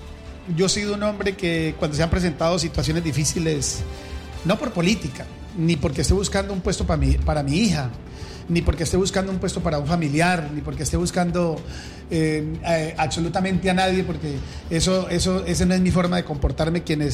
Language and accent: Spanish; San Luis de Palenque, Casanare, Colombia; moved away; mi patria chica, que era San Luis de Palenque, en el Casanare.